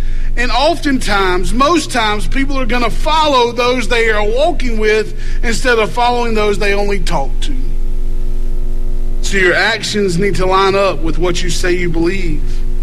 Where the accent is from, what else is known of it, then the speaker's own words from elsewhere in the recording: United States; as an American